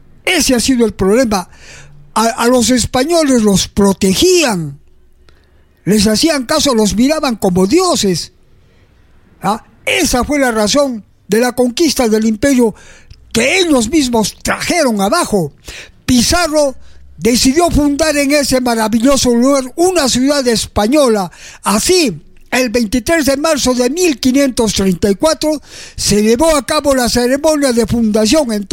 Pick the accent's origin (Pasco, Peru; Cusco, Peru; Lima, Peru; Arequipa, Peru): Arequipa, Peru; Arequipa es un lugar muy hermoso.